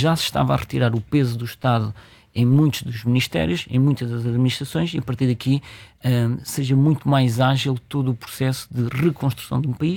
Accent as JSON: {"language": "Portuguese", "country": "Portugal", "said": "temos uma porta de entrada, nós como portugueses e empresas portuguesas e Portugal"}